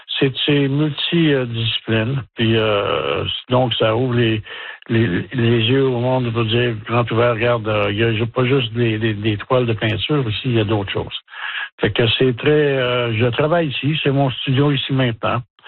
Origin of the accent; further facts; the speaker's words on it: Montreal, Quebec, Canada; j'ai grandi à Montréal